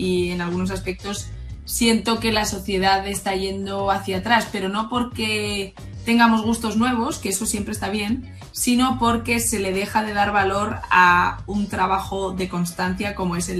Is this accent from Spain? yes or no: yes; Madrid, Community of Madrid, Spain; also born or lived in Connecticut, United States; es una chica, voy a hacer ahora 23, ahora en mayo, en un par de semanas, de Madrid. Es verdad que no nací en Nueva York, nací en Connecticut, que es el estado de al lado, por una casualidad. Mis padres estaban allí trabajando y me tuvieron allí.